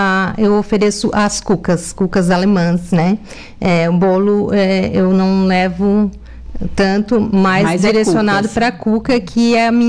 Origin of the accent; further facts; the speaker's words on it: Nova Veneza, Brazil; Eu sou natural de Nova Veneza, então nasci na roça.